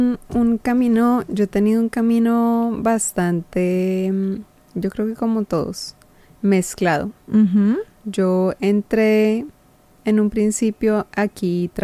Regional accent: Colombia; moved away as an adult; now in Australia; Bueno, yo soy originaria de Colombia.

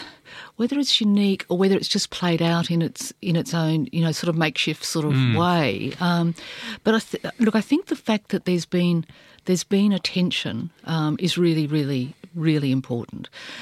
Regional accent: Australia; So for me, being Australian is not about driving a ute and going and, you know, doing oi, oi, oi stuff.

